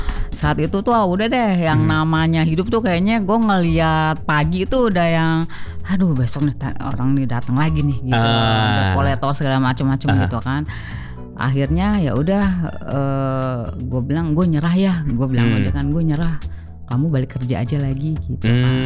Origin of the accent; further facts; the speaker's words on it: Java, Indonesia; now in Jakarta, Indonesia; saya orang Jawa, suka dengan filosofi Jawa.